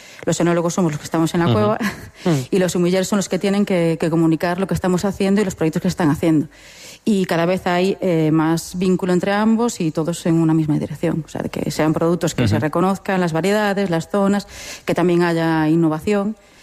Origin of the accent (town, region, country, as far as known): Vilagarcía de Arousa, Galicia, Spain